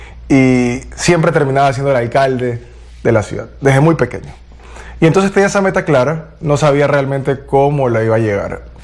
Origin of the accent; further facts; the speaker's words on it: Ecuador; espacio. Soy … soy ecuatoriano, tengo 34 años.